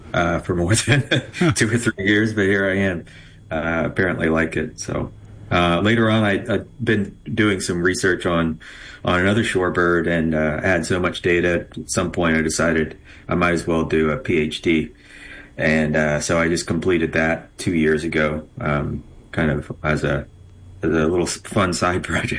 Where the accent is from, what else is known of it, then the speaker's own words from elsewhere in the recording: Clear Lake, Texas, United States; also born or lived in Brighton, England; now in Corpus Christi, United States; And I migrated here while I was quite young. My family had moved here, and I grew up near Clear Lake, basically between Houston and Galveston area.